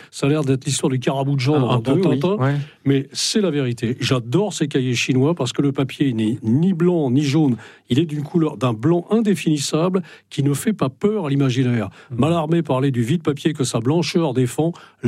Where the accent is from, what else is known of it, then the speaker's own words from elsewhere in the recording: Brittany, France; Non, non, non, pas du tout, je ne suis pas breton de cœur, je suis breton.